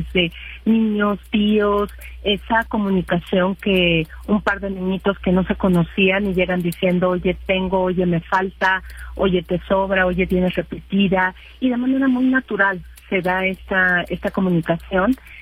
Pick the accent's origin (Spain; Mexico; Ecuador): Mexico; queremos, como mexicanos, pues queremos ser partícipes